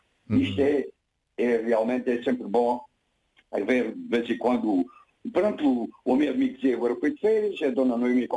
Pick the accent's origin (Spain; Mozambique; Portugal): Portugal; Almodôvar, Alentejo; born there; que se costuma dizer que nasci mesmo em Almodóvar.